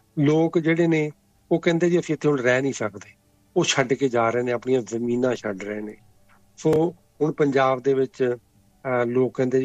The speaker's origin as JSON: {"language": "Punjabi", "town": "Amritsar", "region": "Punjab", "country": "India", "tie": "born or raised there", "moved": "as an adult", "said": "ਮੈਂ ਵੀ ਉਸੇ ਤੇ ਜੰਮਿਆ ਪੜਿਆ, 22 ਸਾਲ ਤੱਕ ਮੈਂ ਉੱਥੇ ਰਿਹਾ, ਇਦਾਂ ਦੀ ਹਨੇਰੀ ਚੱਕੜ ਕਦੀ ਨਹੀਂ ਵੇਖਿਆ।"}